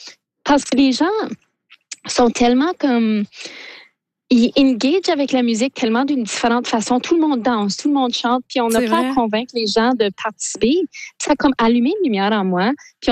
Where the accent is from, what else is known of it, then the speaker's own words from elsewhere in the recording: Sudbury, Ontario, Canada; j'ai grandi à Sudbury, puis on est toute une gang d'Obantawin qui vivent à Sudbury.